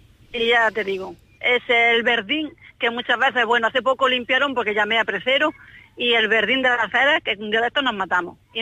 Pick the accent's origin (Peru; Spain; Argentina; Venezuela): Spain; Jaén, Andalusia; moved away as an adult; now in Pontevedra, Spain; No, y en Pontevedra llevo 27 años, la zona del ERE. Y no, soy andaluza, soy de Jaén.